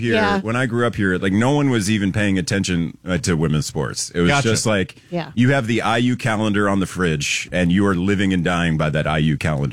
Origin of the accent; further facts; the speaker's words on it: Indiana, United States; moved away; So I grew up in Indiana